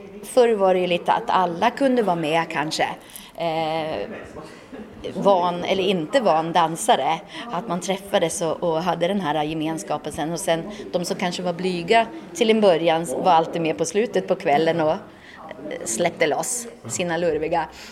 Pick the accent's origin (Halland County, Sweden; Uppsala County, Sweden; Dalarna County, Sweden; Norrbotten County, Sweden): Uppsala County, Sweden; Tierp; jag kommer ju från Tierp mellan Gävle och Uppsala, Uppland. Mm. Och där dansar man.